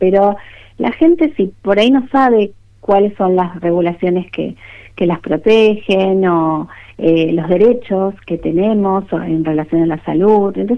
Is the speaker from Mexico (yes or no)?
no; San Jorge, Santa Fe, Argentina; Yo soy de San Jorge, estoy a 200 kilómetros de donde están ustedes